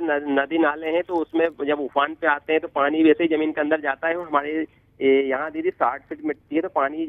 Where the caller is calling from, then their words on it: Hirapur, Madhya Pradesh, India; ग्राम हीरापुर, जिला सीहोर, मध्य प्रदेश से